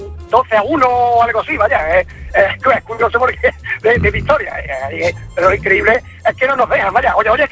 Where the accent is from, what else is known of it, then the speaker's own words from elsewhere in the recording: Fuente Palmera, Andalusia, Spain; Yo soy de Fuente Valmeira, Córdoba, y pertenezco a la peña del Barcelona.